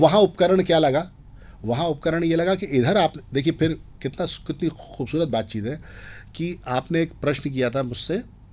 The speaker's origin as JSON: {"language": "Hindi", "town": "Vidisha", "region": "Madhya Pradesh", "country": "India", "tie": "born or raised there", "also_born_or_lived": "Bhopal", "said": "और चूंकि मैं संयुक्त परिवार में पला बड़ा हूँ विदिशा भोपाल में"}